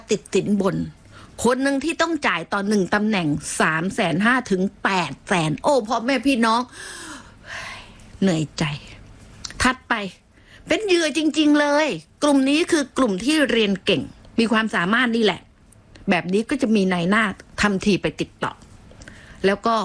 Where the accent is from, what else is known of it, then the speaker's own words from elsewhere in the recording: Phuket, Thailand; ดิฉันนี่เกิดมาเป็นคนภูเก็ตโดยกำเนิดน